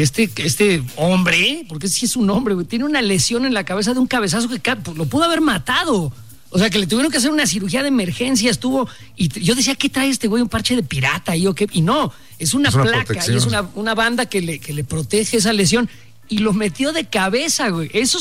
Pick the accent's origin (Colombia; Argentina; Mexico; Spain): Mexico; estamos todos unidos para el fútbol, sin duda, como mexicanos, sin duda